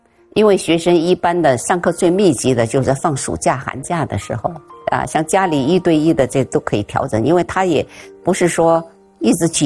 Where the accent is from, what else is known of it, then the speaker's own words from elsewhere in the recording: Beijing, China; also born or lived in Shaoxing, Zhejiang; 因为我父母是3岁把我带到北京来。其实我的老家是浙江绍兴的